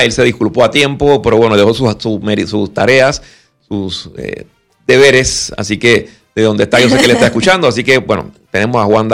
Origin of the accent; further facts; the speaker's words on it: Panama; que retrata a mucho de lo que somos los panameños y mucho de lo que hay también en nuestra cultura latinoamericana.